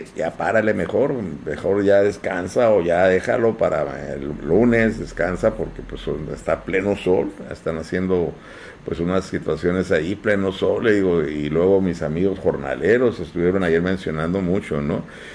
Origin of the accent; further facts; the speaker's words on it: Mexico; pero pues somos mexicanos, sentimos orgullosos de lo que hacen nuestros jugadores